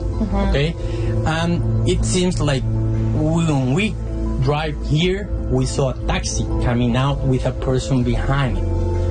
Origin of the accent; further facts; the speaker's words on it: Spain; I was coming from Spain. I'm from Spain. I flew to San Jose, and my family was waiting for me in San Jose to bring me here.